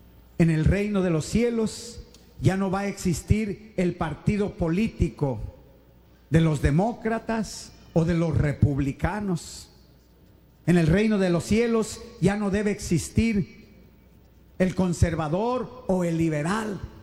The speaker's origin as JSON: {"language": "Spanish", "country": "United States", "tie": "born there", "said": "Sí, porque nací en América."}